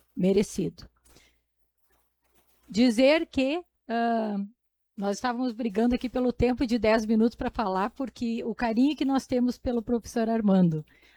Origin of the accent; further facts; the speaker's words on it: Pontão, Rio Grande do Sul, Brazil; born there; Eu nasci aqui no Pontão